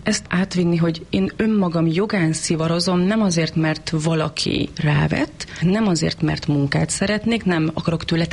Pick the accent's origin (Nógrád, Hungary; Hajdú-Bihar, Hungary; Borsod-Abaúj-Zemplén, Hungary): Borsod-Abaúj-Zemplén, Hungary; Én borsodi lány vagyok egyébként.